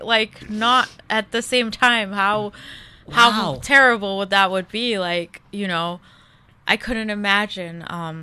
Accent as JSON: {"language": "English", "town": "Lowell", "region": "Massachusetts", "country": "United States", "tie": "born or raised there", "said": "I actually grew up in a really diverse community in Lowell. So there were a lot of Indian people. There were a lot of like all different cultures."}